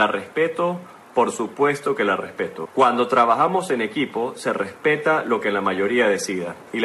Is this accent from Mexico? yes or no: no; Guayaquil, Guayas, Ecuador; born there; Yo amo Guayaquil, es la ciudad donde nací y eso no ha cambiado ni tampoco va a cambiar.